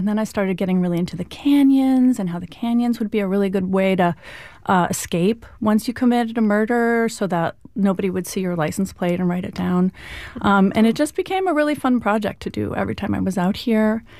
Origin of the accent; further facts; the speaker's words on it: New York, United States; I grew up in New York, but San Diego is my ancestral homeland. My dad is from here.